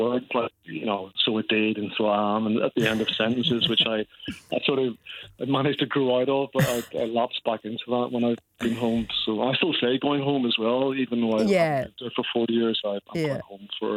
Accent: Northern Ireland, United Kingdom; accent: Northern Irish; also born or lived in London; now in Scotland, United Kingdom; But I grew up in Northern Ireland. I moved to London, and I lived there for 12 years. And I've been living in Scotland for over 30 years. And It's amazing the number of people who say to me that they can still pick up a hint of a Northern Irish accent

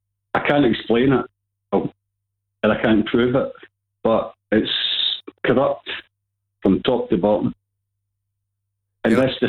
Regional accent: Scotland, United Kingdom; me being Scottish

